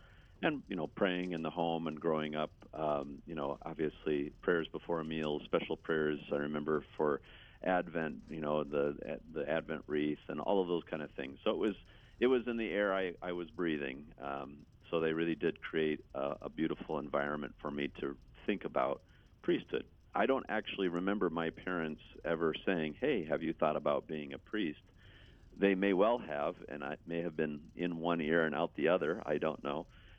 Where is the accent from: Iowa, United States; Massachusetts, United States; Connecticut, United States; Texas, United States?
Iowa, United States; Ottumwa; now in Baker, United States; I'm the youngest of 11 children from Ottumwa, Iowa, is where I grew up in the Diocese of Davenport, so southeast Iowa